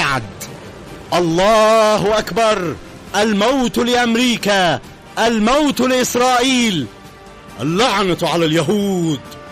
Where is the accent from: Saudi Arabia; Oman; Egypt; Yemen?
Yemen; سنوات العدوان على بلادنا اليمن